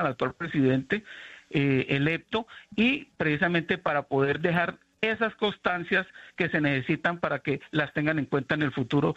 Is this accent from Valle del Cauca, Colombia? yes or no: yes; Jamundí, Valle del Cauca, Colombia; Yo soy de Jamundí, soy de la ruralidad y tristemente no pude ir a mi corregimiento Timba